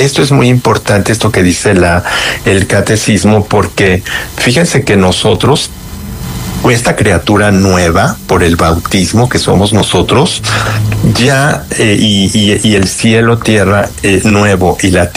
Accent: Mexico; yo soy mexicano

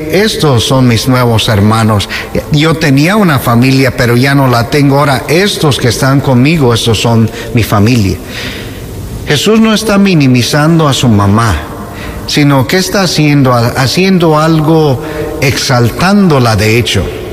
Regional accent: Ario de Rosales, Michoacán, Mexico; Yo, por ejemplo, soy de Ario de Rosales, de Michoacán, y es de ahí es

